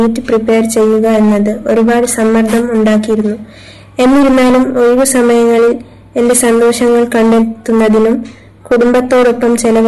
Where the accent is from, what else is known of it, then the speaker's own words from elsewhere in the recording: Kavaratti, Lakshadweep, India; also born or lived in Minicoy; നാട് മിനിക്കോഴി ദ്വീപാണ്. ഞാൻ ജനിച്ചതും വളർന്നതും കവരത്തി ദ്വീപിലാണ്.